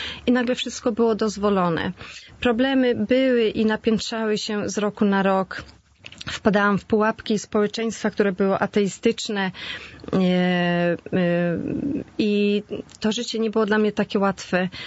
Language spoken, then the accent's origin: Polish; Świnoujście, West Pomeranian Voivodeship, Poland; moved away; Ze Świnoujścia. Wyjechałam ze Świnoujścia i byłam praktykującą katoliczką